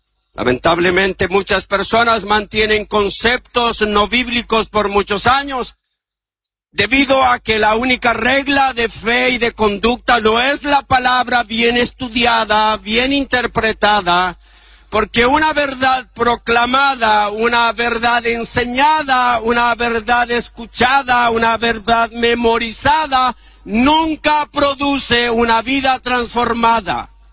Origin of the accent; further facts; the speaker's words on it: Chile; en mi país, en Chile